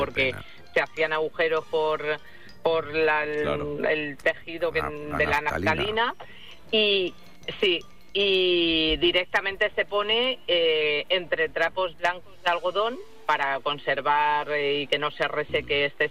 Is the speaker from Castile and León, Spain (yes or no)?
yes; Conbarros, Castile and León, Spain; en las fiestas del pueblo de mi padre, que es mi pueblo. Ajá. Que se llama Conbarros y está al ladito de Astorga.